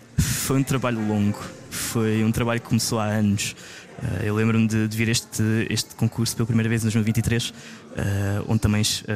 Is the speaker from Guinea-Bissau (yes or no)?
no; Alcobaça, Centro, Portugal; eu venho de Alcobaça